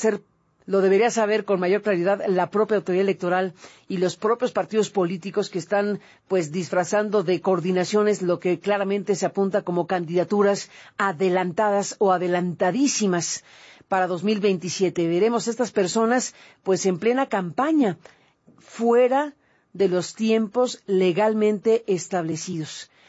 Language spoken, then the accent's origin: Spanish; Mexico